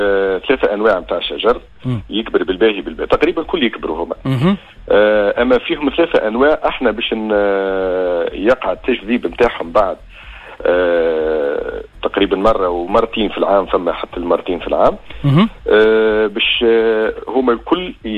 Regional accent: Sahel, Tunisia; وإذا يكون طقس معتدل كما اللي موجود عندنا في الساحل

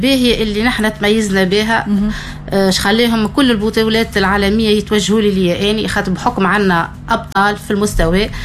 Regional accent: Tunisia; نحن كفريق تونسي وإني كمنسقة للفريق التونسي

